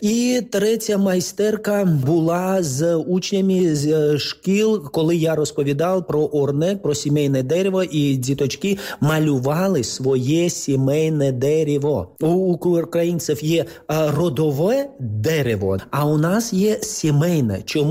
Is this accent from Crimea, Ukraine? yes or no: yes; Bakhchysarai, Crimea, Ukraine; Тут була виставка про мій рідний Бахчисарайський ханський палац. Виставка. Я встиг попрацювати в ханському палаці в Криму, да, гідом влітку.